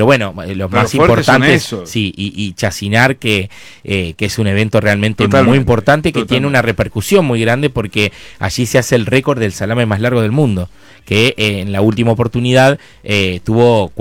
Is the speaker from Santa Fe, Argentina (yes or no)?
no; Azul, Buenos Aires Province, Argentina; moved away; also born or lived in Tandil; la gente de Azul, de mi ciudad natal